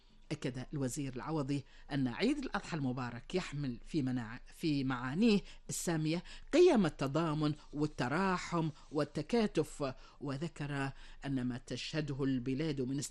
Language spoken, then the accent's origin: Arabic; Kuwait; ديرتنا الحبيبة الكويت